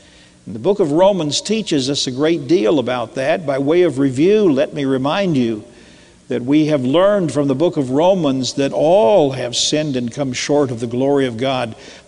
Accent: United States; I am an American and I love America

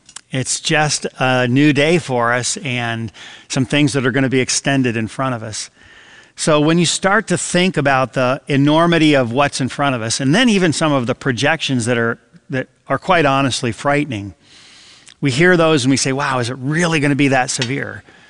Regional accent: Adrian, Michigan, United States; moved away; when I was a kid growing up in Michigan, and we had several tornadoes that kind of touched down in our area of Adrian, Michigan

